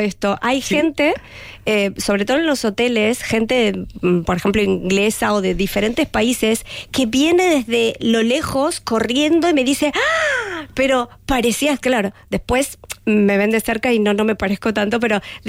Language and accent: Spanish; Buenos Aires, Argentina; moved away as an adult; now in Mallorca, Spain; Soy porteña, ajá, pero ya hace 20 años que estoy aquí